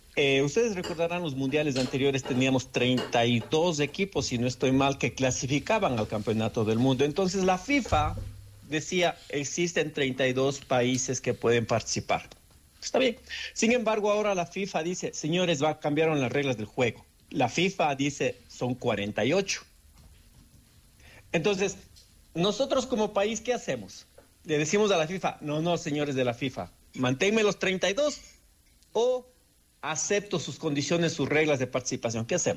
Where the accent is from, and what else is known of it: Ecuador